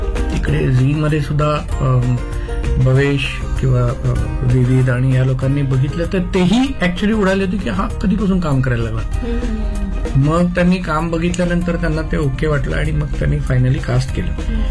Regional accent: Mumbai, Maharashtra, India; नंतर आई वडिलांची ट्रान्सफर झाली माझ्या औरंगाबादला आणि मी आणि माझी बहीण इकडे मावशीकडे लहानाचे मोठे झालो कृष्णनगरमध्ये बोरीवलीला.

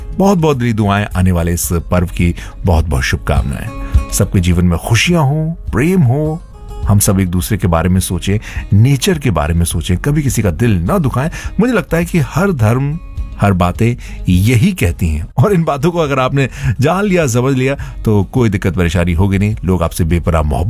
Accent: Mathura, Uttar Pradesh, India; क्योंकि मैं मथुरा से आता हूं

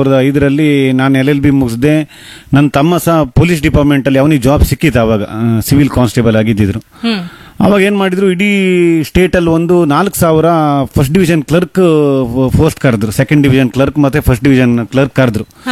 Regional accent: Kundapura, Karnataka, India; moved away as an adult; also born or lived in Bengaluru; ನಾವು ಕುಂದಾಪುರದಿಂದ ಹೋಗಿ ಬೆಂಗಳೂರಿನಂಥ PG ಇದ್ದುಕೊಂಡು ಅಲ್ಲಿ ಕಷ್ಟಪಟ್ಟು ಕೋಚಿಂಗ್ಗಳನ್ನು ಮಾಡ್ತಾ ಇತ್ತಲ್ಲ

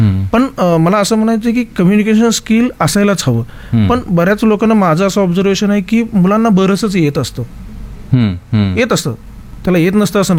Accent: Pune, Maharashtra, India; आणि बेसिकली आम्ही पुण्यातलेच आहोत, म्हणजे आम्ही महाराष्ट्रातले, तर आम्ही इथंच चालू करू.

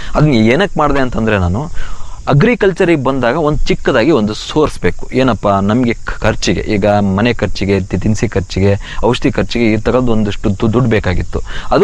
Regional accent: Shikaripura, Karnataka, India; also born or lived in Bengaluru; ನಾನು ಶಿವಮೊಗ್ಗ ಡಿಸ್ಟಿಕ್ ಶಿಕಾರ್ಪುರ್ ತಾಲೂಕು ಸಹಸ್ರವಳ್ಳಿ ಗ್ರಾಮದವರು. ನಂದು ಬಿಕಾಂ ಮುಗಿದ ತಕ್ಷಣ ನಾನು ಬೆಂಗಳೂರಿಗೆ ಹೋದೆ.

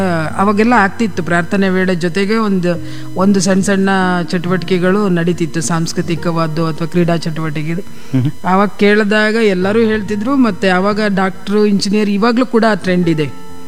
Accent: Konanur, Karnataka, India; also born or lived in Mallipatna; now in Belagavi, India; ನಾನು ಹಾಸನ ಜಿಲ್ಲೆಯಲ್ಲಿ ಕೊಣನೂರು ಅಂತ ಒಂದು ಗ್ರಾಮ ಇದೆ ರೀ, ಗಡಿ ಗ್ರಾಮ ಅದು ಕೊಣನೂರು. ಅದು ಕೊಡಗು ಮತ್ತು ಮೈಸೂರಿಗೆ ಅಂಟಿಕೊಂಡಂಗೆ ಕೊನೆ ಗ್ರಾಮ ಅದು ನಮ್ಮ ಜಿಲ್ಲೆಗೆ. ಅಲ್ಲಿ ಹುಟ್ಟಿದ್ದು.

